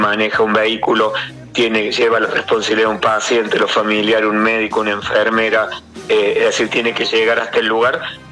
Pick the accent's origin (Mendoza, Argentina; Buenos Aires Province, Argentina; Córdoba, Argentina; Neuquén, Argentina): Córdoba, Argentina; nosotros somos de Córdoba, y bueno, en Córdoba estamos avanzados